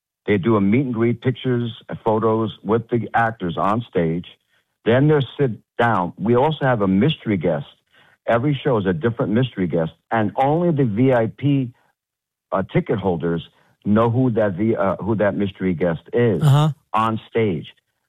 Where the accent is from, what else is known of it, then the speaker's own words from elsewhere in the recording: New York, United States; Yeah, I'm from Long Island.